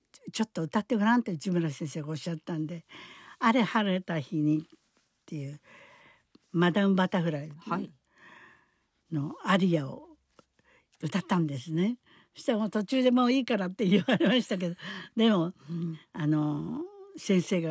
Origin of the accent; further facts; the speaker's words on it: Izu, Shizuoka, Japan; 私は伊豆の人間なので